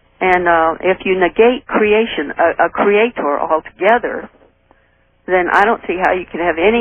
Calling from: St. Petersburg, Florida, United States; Yes, St. Petersburg, Florida. Not Russia.

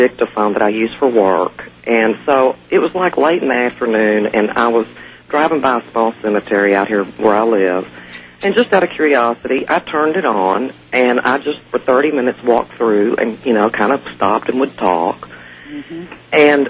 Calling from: Cedar Hill, Texas, United States; I'm from Cedar Hill, Texas. It's outside of Dallas.

